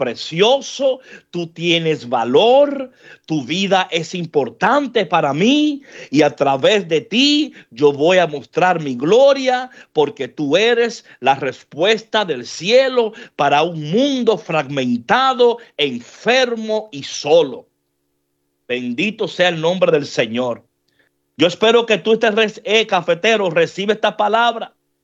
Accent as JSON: {"language": "Spanish", "region": "New York", "country": "United States", "tie": "born or raised there", "said": "yo crecí en New York."}